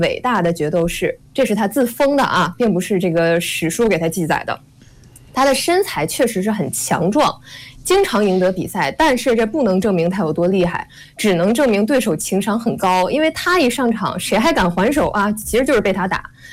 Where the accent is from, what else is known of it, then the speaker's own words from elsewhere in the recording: Northeast China, China; 我作为一个东北人啊